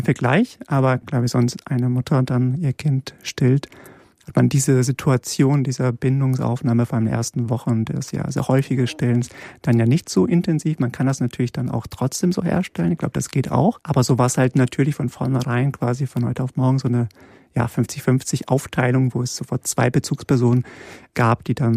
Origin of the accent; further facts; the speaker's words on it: Poland; born there; Also vor allem auch wegen meiner Herkunft. Ich bin in Polen geboren worden